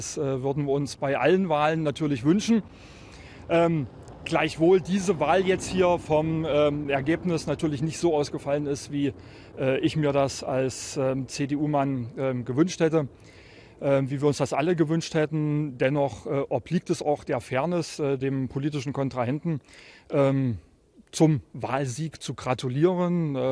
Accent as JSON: {"language": "German", "region": "East Germany", "country": "Germany", "said": "wo wir als Osten, als Ostdeutsche, als Menschen mit ostdeut"}